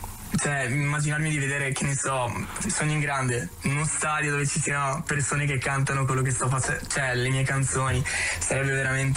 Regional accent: Trento, Trentino-Alto Adige, Italy; also born or lived in Apulia

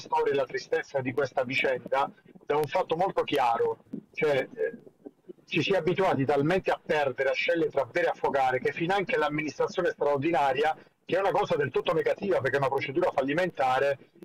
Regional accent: Taranto, Apulia, Italy; Io raccolgo questa eredità con grande orgoglio da tarantino

